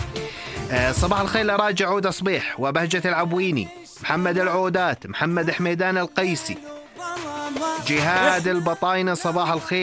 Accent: Jordan

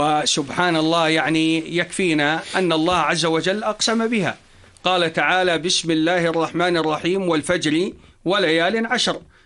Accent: Jordan; عندما تقول له أنا من الأردن يقول أنتم جيران الحرم

